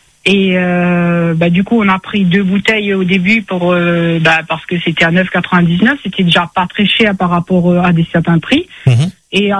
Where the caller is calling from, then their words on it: Grand Est, France; Moi, je suis en Alsace.